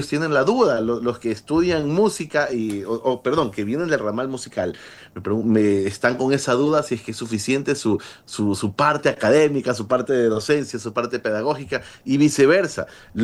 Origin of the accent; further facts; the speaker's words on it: Ecuador; Soy el primer ecuatoriano como artista principal en la historia nominado al Grammy americano